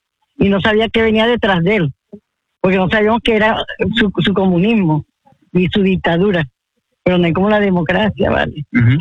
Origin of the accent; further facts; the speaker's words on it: Venezuela; born there; Y soy de doble nacionalidad, porque soy venezolana por nacimiento, ¿cómo es que se llama? La nacionalidad colombiana, pero quiero a Colombia.